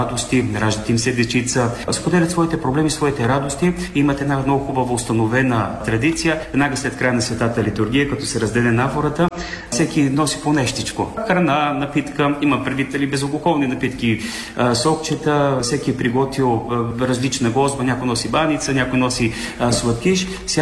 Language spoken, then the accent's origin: Bulgarian; Damyanitsa, Blagoevgrad Province, Bulgaria; moved away as an adult; also born or lived in Sandanski / Garmen; now in Brussels, Belgium; Роден съм в град Сандански, отрасъл съм в село Дамяница. Завърших основното си образование, но разбира се, между селото Дамяница, което е по поречето на река Струмен, едно хубаво селце, там съм израснал, но и в едно друго село, Гърмен